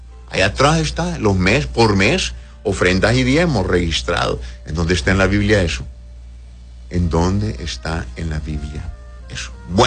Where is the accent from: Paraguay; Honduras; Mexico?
Honduras; born there; Yo no soy israelita y nunca voy a ser israelita. Yo nací como hondureño. Mis raíces son otras